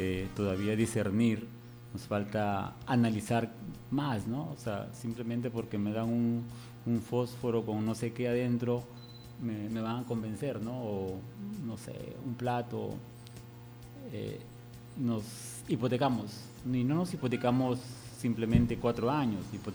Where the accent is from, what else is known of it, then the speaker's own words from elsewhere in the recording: José Leonardo Ortiz, Lambayeque, Peru; moved away; yo soy del Leonardo Ortiz.